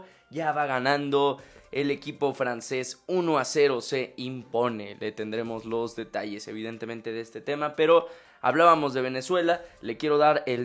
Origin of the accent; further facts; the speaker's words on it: Mexico; no somos ajenos los mexicanos en general a este tipo de tragedias.